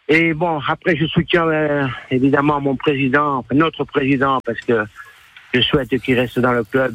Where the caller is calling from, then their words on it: Corsica, France; moi, j'habite en Malagne.